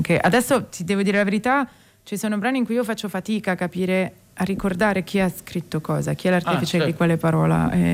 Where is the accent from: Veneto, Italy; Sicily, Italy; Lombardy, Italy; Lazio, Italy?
Lombardy, Italy; Milan; Ah, ma certo, però sono milanese, quindi questa cosa lombarda del lavoro, sodo, del balaura, questo c'è proprio, ce l'ho dentro radicato.